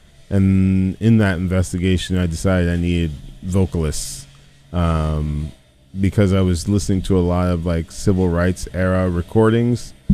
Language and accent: English; United States; growing up in the United States